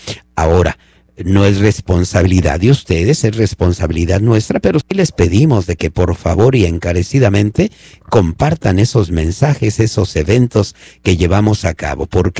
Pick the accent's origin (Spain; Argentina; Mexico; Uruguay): Mexico; now in Fresno area, United States; yo soy mexicano